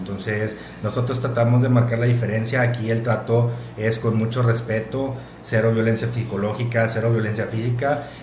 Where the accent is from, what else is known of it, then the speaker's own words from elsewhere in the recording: Monterrey, Nuevo León, Mexico; moved away as an adult; now in Múzquiz, Mexico; Yo soy de Monterrey, Nuevo León.